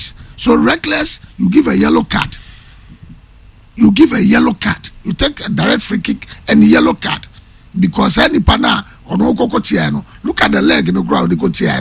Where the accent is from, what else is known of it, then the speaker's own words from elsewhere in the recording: Myanmar; At the end, I am from Myanmar, and I say any day.